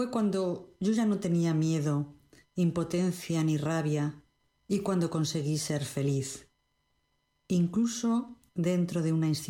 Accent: Cantabria, Spain; now in Canary Islands, Spain; de Cantabria para Canarias y de Canarias para el mundo.

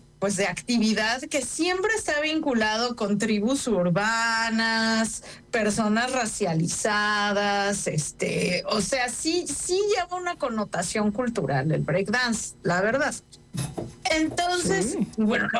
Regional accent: Mexico; me justifico por ser mexicana

